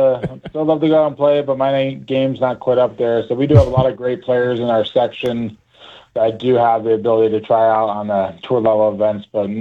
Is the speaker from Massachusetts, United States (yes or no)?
yes; Massachusetts, United States; moved away as an adult; also born or lived in Orlando / Oregon; now in Tucson, United States; I never was out west, and I grew up in Massachusetts